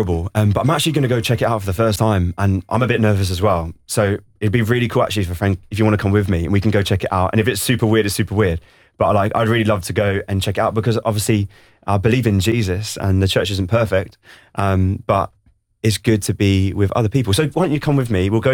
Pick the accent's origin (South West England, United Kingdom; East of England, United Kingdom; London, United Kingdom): London, United Kingdom; Oh, from Istanbul, but then I lived in... I'm from Southeast London, so yeah.